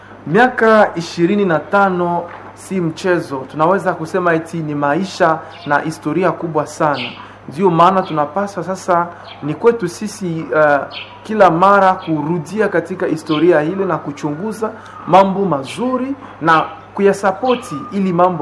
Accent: Bukavu, South Kivu, DR Congo; Natokea arsidioseze ya Bukavu na naishi hapa Kamel

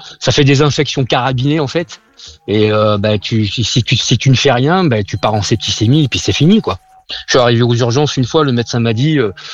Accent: Limoges, Nouvelle-Aquitaine, France; Oh, je suis de Limoges

